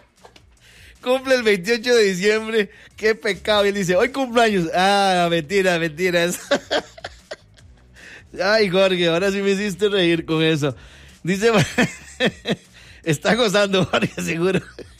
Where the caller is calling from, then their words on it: Paraíso, Cartago, Costa Rica; Yo cumplo, buenos días … de Paraíso de Cartago.